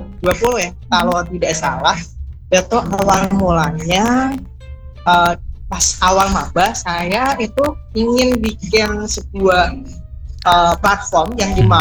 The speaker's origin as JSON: {"language": "Indonesian", "town": "Jepara", "region": "Central Java", "country": "Indonesia", "tie": "born or raised there", "said": "Asli Jepara Kak."}